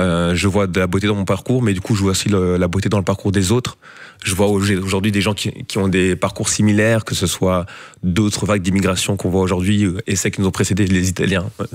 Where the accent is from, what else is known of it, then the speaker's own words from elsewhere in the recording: South Africa; also born or lived in Congo; Et voilà, ils migrent petit à petit vers l'Afrique du Sud, là où j'ai grandi.